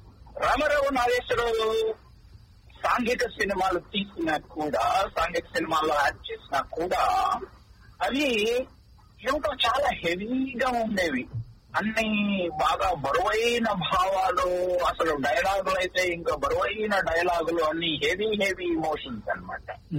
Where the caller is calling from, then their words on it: Detroit, Michigan, United States; Detroit నుంచి radio service శ్రోతలందరికీ నమస్కారం.